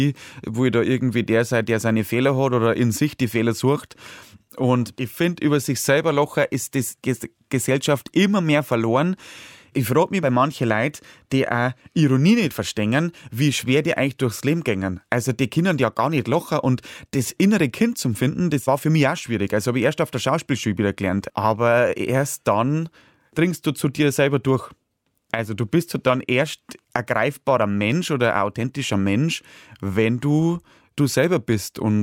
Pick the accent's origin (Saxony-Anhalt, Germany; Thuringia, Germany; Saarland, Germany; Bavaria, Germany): Bavaria, Germany; Und im Bayerischen Wald, wo ich herkomme, da hat ja niemand, wenn da einer gewarnt hat, ein Mann gewarnt, um Gottes Willen, das war ja das Schlimmste.